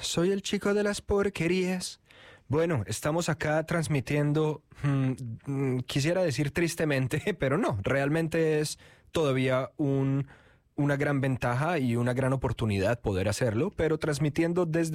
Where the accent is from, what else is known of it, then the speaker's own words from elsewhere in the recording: Bucaramanga, Santander, Colombia; moved away; ni siquiera sé si en Bucaramanga, que es la ciudad de donde soy yo